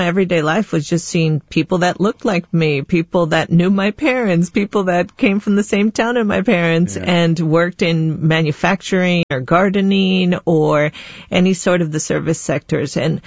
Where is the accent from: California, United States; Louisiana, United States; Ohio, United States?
California, United States; Pacoima; Yeah, I'm from Northeast LA, a small little part of LA called Pacoima.